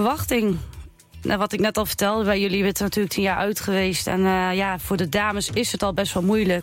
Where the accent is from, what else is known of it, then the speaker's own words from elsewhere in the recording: Raalte, Overijssel, Netherlands; also born or lived in Deventer; ik ben eigenlijk alleen geboren in Deventer, maar voor de rest heb ik altijd in Raalte gewoond. En ja, ik ben echt een Raaltenaar, echt een Sallandse.